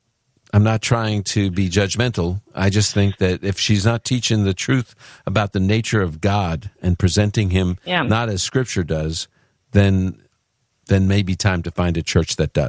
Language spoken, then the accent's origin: English; New York City, New York, United States; moved away; That's my neck of the woods where I'm from originally, you know, from the Holy Land, Brooklyn, New York.